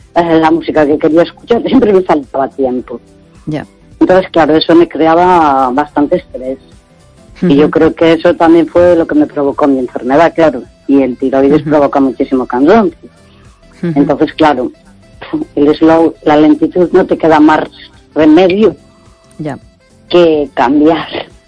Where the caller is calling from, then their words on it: Santiago de Compostela, Galicia, Spain; de Santiago, bien, gracias.